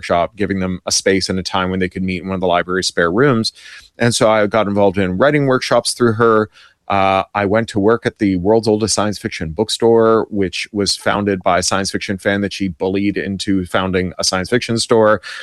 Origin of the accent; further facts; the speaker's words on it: Toronto, Ontario, Canada; I'm Canadian. And I grew up in Toronto.